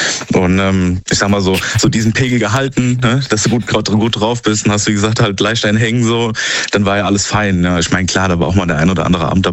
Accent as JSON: {"language": "German", "region": "Rhineland-Palatinate", "country": "Germany", "said": "Zu Rheinland-Pfalz, und ich komme eigentlich aus Rheinland-Pfalz."}